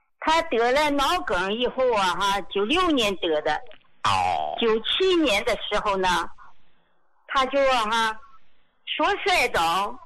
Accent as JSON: {"language": "Chinese", "town": "Dalian", "region": "Liaoning", "country": "China", "said": "那我是大连人。"}